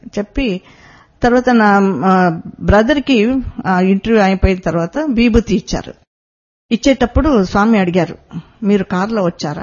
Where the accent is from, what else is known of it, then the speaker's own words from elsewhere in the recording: Mysore, Karnataka, India; also born or lived in Davanagere; now in Anantapur, India; నేను మైసూర్ నుంచి వచ్చాను.